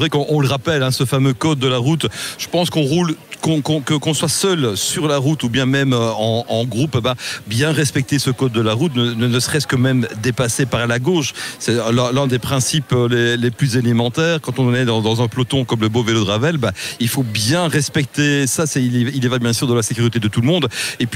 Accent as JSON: {"language": "French", "region": "Wallonia", "country": "Belgium"}